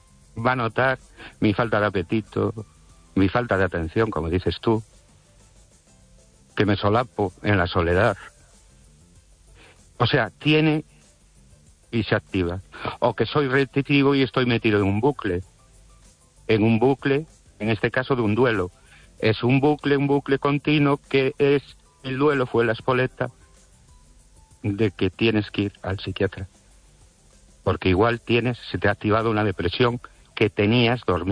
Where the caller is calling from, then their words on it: Ourense, Galicia, Spain; de Orense